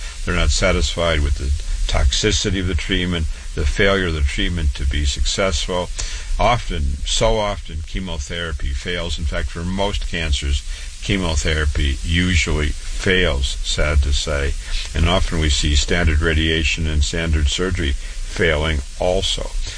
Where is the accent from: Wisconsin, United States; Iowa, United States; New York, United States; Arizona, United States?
Iowa, United States; Waterloo; born or raised there